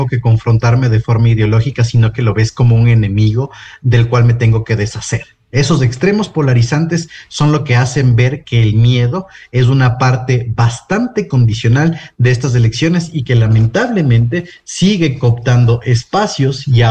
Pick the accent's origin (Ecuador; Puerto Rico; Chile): Ecuador; nosotros nos hemos habituado como ecuatorianos